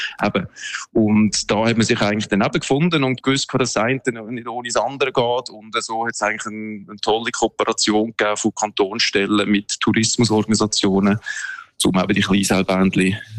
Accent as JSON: {"language": "German", "region": "Central Switzerland", "country": "Switzerland", "tie": "born or raised there", "said": "Also ich bin, wie gesagt, in der Region ja aufgewachsen. Gewisse Bahnen habe ich gewusst, also irgendwo in Uri, in Arnisee"}